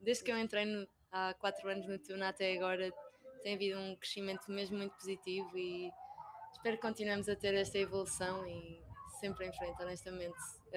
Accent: Coimbra, Centro, Portugal; eu no meu caso sou de Coimbra

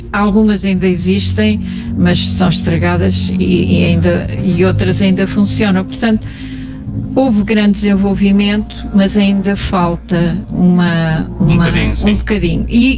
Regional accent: Centro, Portugal; born there; Eu lembro-me de não haver centro de saúde perto da minha aldeia, e quando havia qualquer coisa vinha-se a correr para Coimbra

